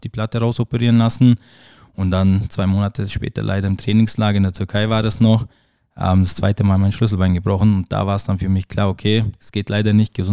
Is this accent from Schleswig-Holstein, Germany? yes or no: no; Kirchdorf an der Iller, Bavaria, Germany; moved away as an adult; now in Achstetten-area (Armendingen), Germany; ich bin, so wie du gesagt hast, gebürtiger Kirchdorfer. Das heißt, meine Familie, meine Freunde, mein Sportverein ist hier in Kirchdorf. Alles, was ich habe, ist in Kirchdorf eigentlich.